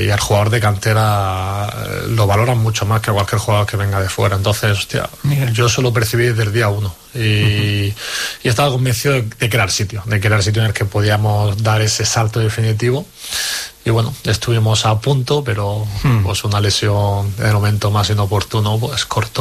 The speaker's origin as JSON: {"language": "Spanish", "town": "Almería", "region": "Andalusia", "country": "Spain", "said": "Más que nada también porque soy de la Almería."}